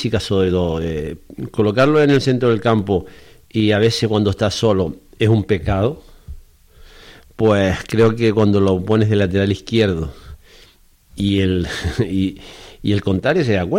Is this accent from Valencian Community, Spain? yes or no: no; Las Palmas de Gran Canaria, Canary Islands, Spain